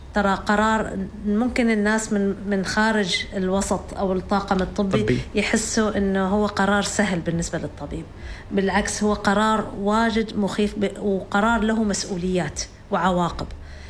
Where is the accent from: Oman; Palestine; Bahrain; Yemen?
Oman; هنبدأ نعرف وراثتنا إحنا كعمانيين كيف، الوراثة العربية والوراثة العمانية بالذات، لأن إحنا عندنا تزاوج كبير من الأهل،